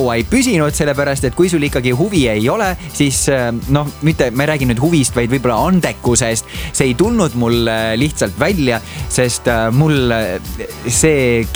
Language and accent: Estonian; Jüri, Harju County, Estonia; born there; now in Tartu, Estonia